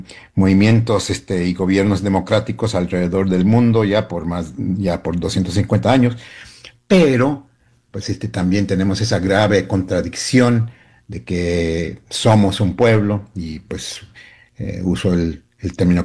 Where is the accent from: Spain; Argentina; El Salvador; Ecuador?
El Salvador; also born or lived in Mexico; Yo soy salvadoreño mexicano.